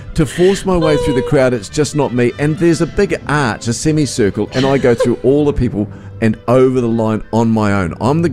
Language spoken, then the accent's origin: English; New Zealand; I'm from New Zealand